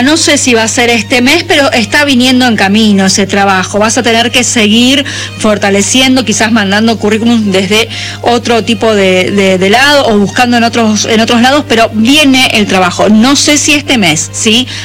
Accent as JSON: {"language": "Spanish", "region": "San Luis", "country": "Argentina", "said": "de San Luis Capital"}